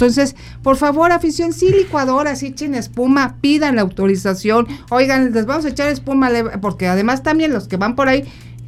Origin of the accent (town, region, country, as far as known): Mexico